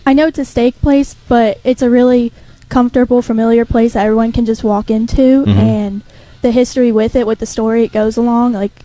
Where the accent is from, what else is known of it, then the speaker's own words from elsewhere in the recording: Melbourne, Florida, United States; now in Hattiesburg, United States; I'm from Melbourne, Florida.